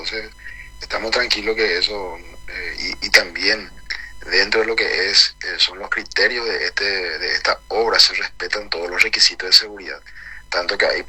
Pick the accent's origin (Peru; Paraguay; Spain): Paraguay; Ciudad del Este, Alto Paraná; Somos todos de Ciudad del Este.